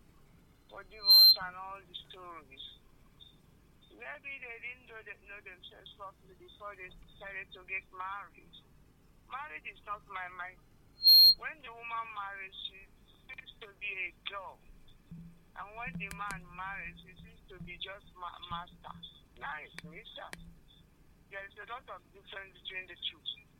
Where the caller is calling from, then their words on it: Iran; English is a second language; I'm reaching you from Iran.